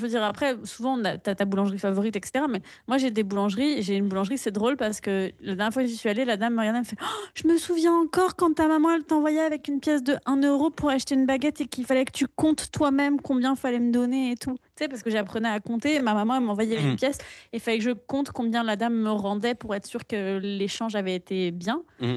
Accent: Auvergne-Rhône-Alpes, France; moved away as an adult; also born or lived in Toulouse / Paris; Moi, j'ai grandi vers Lyon, dans la campagne. Après, j'ai étudié à Toulouse et j'ai été en stage à Paris.

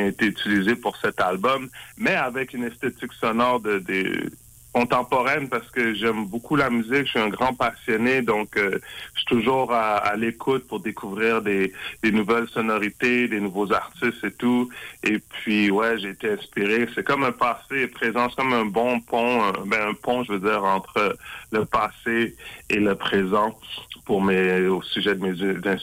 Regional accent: Montreal, Quebec, Canada; born there; j'ai grandi dans une famille haïtienne. Je suis né à Montréal de parents d'origine haïtienne.

